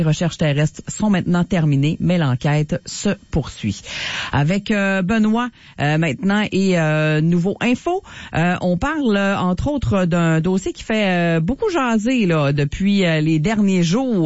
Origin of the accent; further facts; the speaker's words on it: Quebec, Canada; On va s'informer tout de suite et on va débuter avec ce qui se passe chez nous au Saguenay-Lac-Saint-Jean.